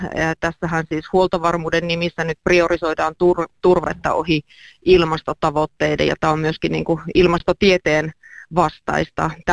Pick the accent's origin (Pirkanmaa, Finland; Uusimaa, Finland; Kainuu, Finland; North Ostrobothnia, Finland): North Ostrobothnia, Finland; Siellä meillä Pohjois-Pohjanmaalla